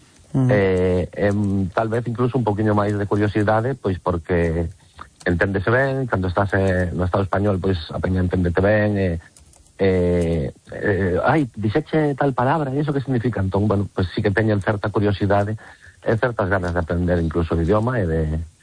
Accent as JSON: {"language": "Galician", "region": "Galicia", "country": "Spain", "said": "Somos galegos"}